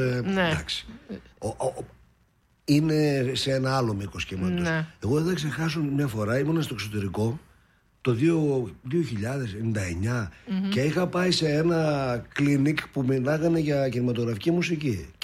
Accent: Serres, Central Macedonia, Greece; Και στην επαρχία που μεγάλωσα εγώ στις Σέρρες, υπήρχε κάτι γκρίζο, κάτι σκοτεινό.

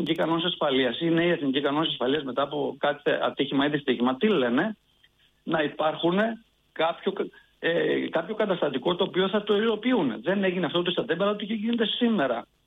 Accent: Greece

